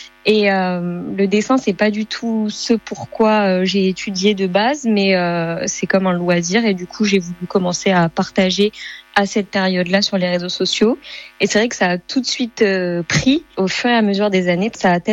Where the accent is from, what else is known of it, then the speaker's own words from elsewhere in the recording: Nice, Provence-Alpes-Côte d'Azur, France; Je suis de Nice, effectivement.